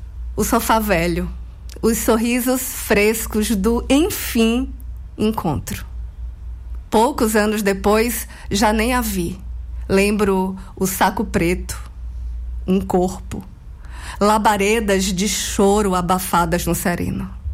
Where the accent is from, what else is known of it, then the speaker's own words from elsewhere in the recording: Itabuna, Bahia, Brazil; now in Salvador, Brazil; E aí eu já era adolescente e morava aqui em Salvador já, porque eu morava no interior, sou de Itabuna.